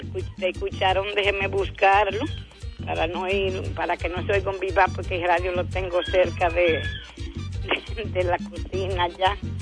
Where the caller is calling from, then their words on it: Sabana de los Jiménez, Dominican Republic; de aquí de Sabana de los Jiménez.